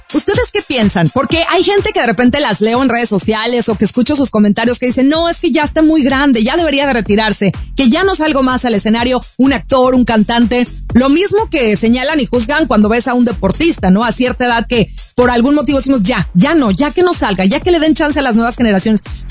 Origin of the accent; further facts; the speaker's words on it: Sinaloa, Mexico; los que somos de Sinaloa